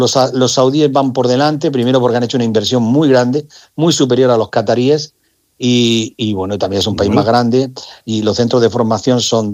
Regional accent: Region of Murcia, Spain; que como murcianos ayer incluso tuve la oportunidad de verlo jugar en directo

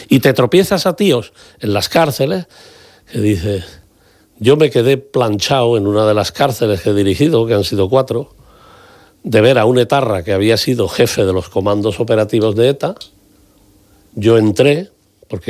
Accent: Andalusia, Spain; moved away; yo soy andaluz.

